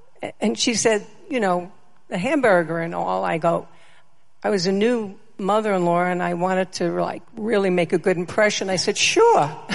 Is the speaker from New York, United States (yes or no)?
yes; New York, United States; I'm originally from New York, and I started Way Down when I was 57 years old. I am 73 now.